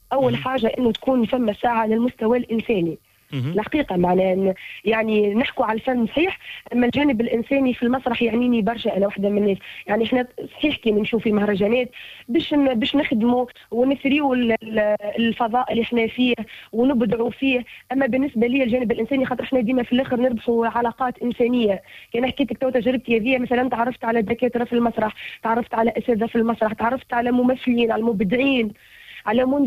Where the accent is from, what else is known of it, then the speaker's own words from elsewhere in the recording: Tunisia; كانت عندي تجربة نفتخر بها يعني كتونسية أول حاجة